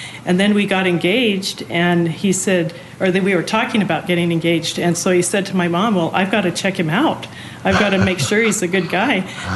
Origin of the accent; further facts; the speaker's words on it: Calgary, Alberta, Canada; now in United States; In the United States, they just recognize U.S. citizenship, so I vote here. But I was born and raised in Calgary.